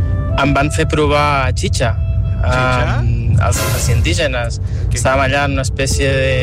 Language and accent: Catalan; Sant Cugat del Vallès, Catalonia, Spain; de Sant Cugat. Estic aquí conduint i us estava escoltant.